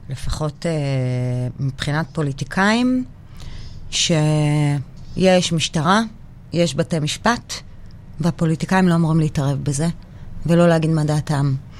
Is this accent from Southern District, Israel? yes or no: yes; Beersheba, Southern District, Israel; אני עדיין באר שבעית, נולדתי, גדלתי, ואני עדיין באר שבעית, סופר סופר גאה